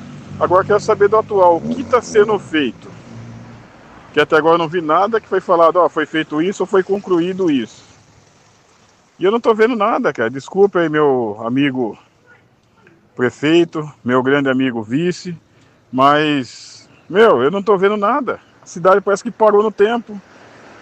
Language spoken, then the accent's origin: Portuguese; Igaraçu do Tietê, São Paulo, Brazil; moved away; eu só tenho saudade da minha terra natal, aí, que é Igaraçu do Tietê, eu gostaria que ela crescesse, porque do tempo que eu saí daí, a cidade está a mesma coisa